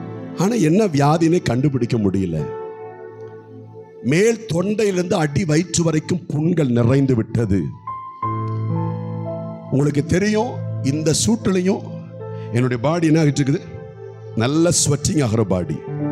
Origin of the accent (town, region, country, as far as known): India; born or raised there